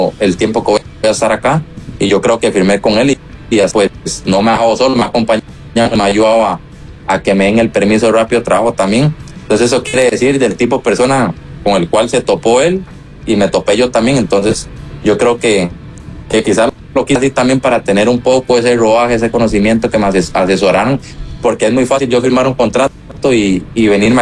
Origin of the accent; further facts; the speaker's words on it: Siquirres, Limón, Costa Rica; yo vengo de Siquirres, o sea, vengo de un pueblo humilde, tranquilo